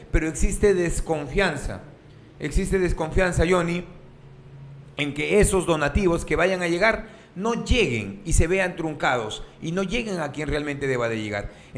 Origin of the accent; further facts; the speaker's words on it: Piura, Peru; also born or lived in Tambogrande, Piura; Nací y crecí en el asentamiento humano Pachitea, pero parte de mi infancia la viví aquí en Tambo Grande, exactamente en el Valle de los Incas, en el caserío de Huiracocha